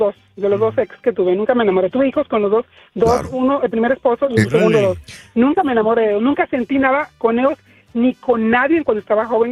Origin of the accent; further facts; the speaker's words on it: Honduras; yo dije, hondureño, yo soy un mexicano jamás